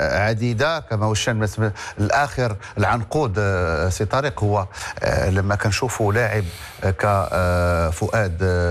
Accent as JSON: {"language": "Arabic", "country": "Morocco", "said": "احنا من المغرب"}